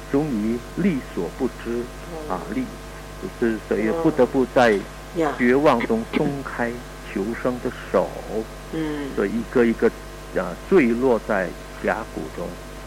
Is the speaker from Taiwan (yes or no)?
no; Indonesia; 我们印尼话来讲